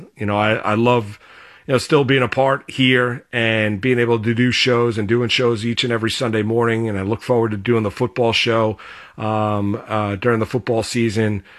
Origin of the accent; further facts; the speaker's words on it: Rockland County, New York, United States; growing up in Rockland County, being my mom was from Brooklyn, my dad was from Manhattan